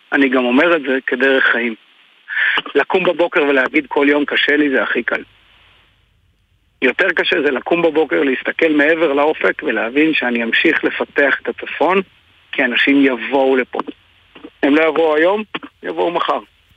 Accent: Northern District, Israel; זה המים של החרמון, וזה מה שאנחנו שותים שאנחנו גדלים פה.

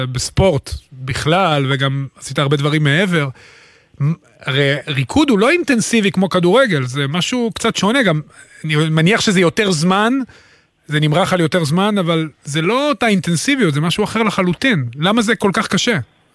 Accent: Kiryat Shmona, Northern District, Israel; הכי חשוב שרון בסוף, אנחנו מקריית שמונה

